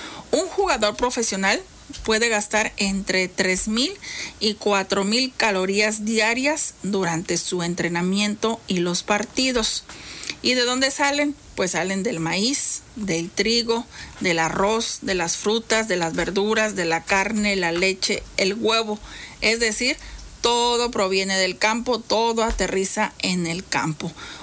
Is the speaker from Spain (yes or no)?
no; Mexico; En nuestro país, México